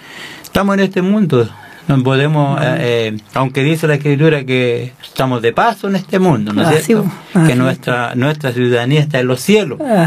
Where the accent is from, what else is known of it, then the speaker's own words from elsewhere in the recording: Chile; somos chilenos